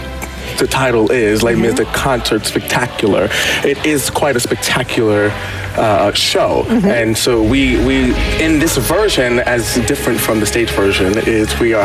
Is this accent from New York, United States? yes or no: yes; New York, United States; I'm a New York native, I'm an American